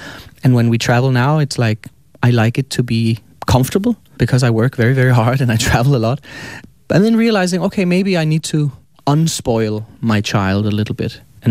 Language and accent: English; Copenhagen, Capital Region of Denmark, Denmark; I think a lot of me was shaped by growing up in Christiania.